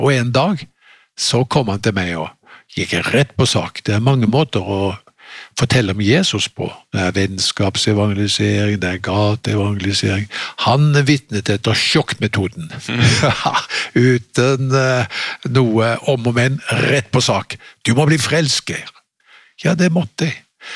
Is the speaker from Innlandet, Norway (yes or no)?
no; Haugesund, Rogaland, Norway; Og den kom også til Norge og til hjembyen min Haugesund på begynnelsen av 70-tallet.